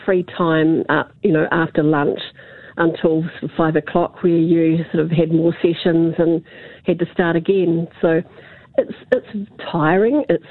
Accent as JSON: {"language": "English", "country": "New Zealand", "said": "hey, you know, I'm a Kiwi. I'm outgoing. I love music. I love people. You know, and my English isn't too bad."}